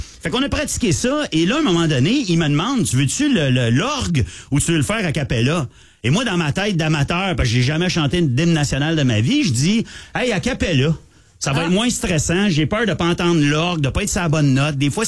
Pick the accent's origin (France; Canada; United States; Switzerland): Canada; Ottawa, Ontario; Tu veux savoir dire, moi, je viens d'Ottawa, là, j'ai resté à Ottawa longtemps